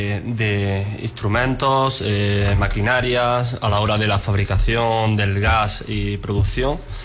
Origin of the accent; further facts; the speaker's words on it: Andalusia, Spain; Yo trabajaba afuera, trabajaba en Granada, y al presentarse la oportunidad no lo dudé. El venirme a mi pueblo, a donde yo crecí y viví